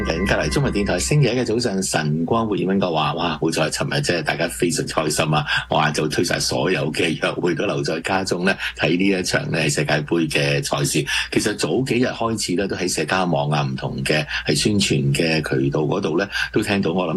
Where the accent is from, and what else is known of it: Canada